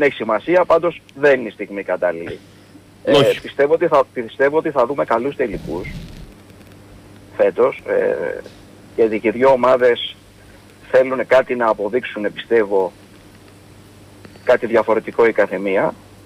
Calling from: Melissia, Attica, Greece; από τα Μελίσια.

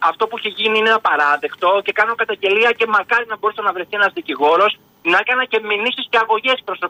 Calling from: Greece; είμαι Έλληνας πολίτης

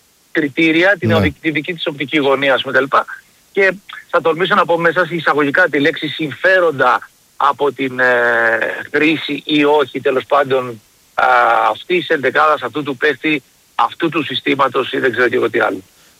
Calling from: Greece

